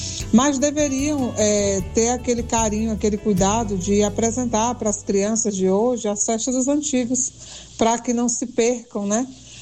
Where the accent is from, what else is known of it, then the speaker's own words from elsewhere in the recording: Piauí, Brazil; now in Paraná, Brazil; Padre João Carlos, eu sou do Piauí, mas atualmente vivo no Paraná.